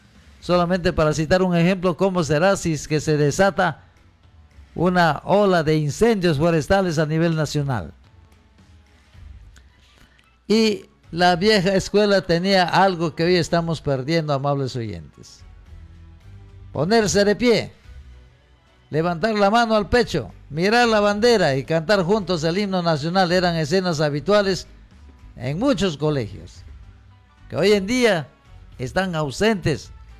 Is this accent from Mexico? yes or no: no; Peru; Nos estamos olvidando a que somos peruanos.